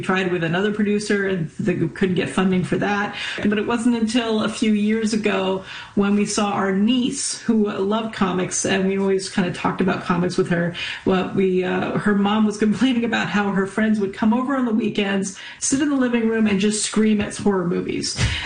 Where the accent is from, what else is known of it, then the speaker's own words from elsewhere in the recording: Ontario, Canada; also born or lived in Quebec; Because we grew up in Ontario and Quebec, and so we know what deep snow is